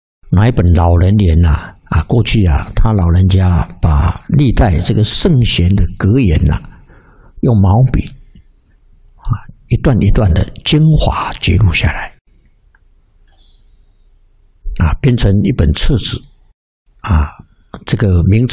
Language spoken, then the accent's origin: Chinese; Taiwan; 过去我们台湾话啊，也就是闽南语啦